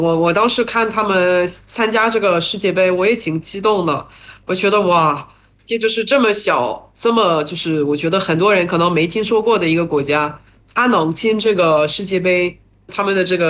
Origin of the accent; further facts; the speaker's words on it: France; Chinese is a second language; 我是来自法国的